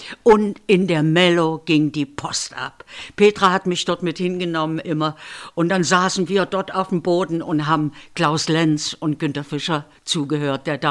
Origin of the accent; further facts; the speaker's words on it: Zwickau, Saxony, Germany; also born or lived in Berlin; Heinz Quermann hat mich in meiner Heimatstadt Zwickau entdeckt.